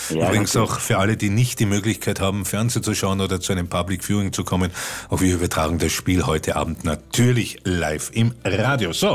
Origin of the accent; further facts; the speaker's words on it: Carinthia, Austria; accent: Carinthian; Unser Kärntner Dialekt gehört mit einigen anderen österreichischen Dialekten zur südöstlichen Dialektgruppe im deutschen Sprachraum.